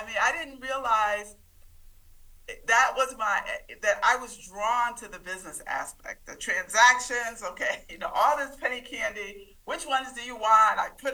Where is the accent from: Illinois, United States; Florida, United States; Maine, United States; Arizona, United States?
Florida, United States; Indiantown; We lived in Booker Park. Okay, Indiantown growing up was segregated. I mean, it became integrated, but when I was growing up, it was still segregated.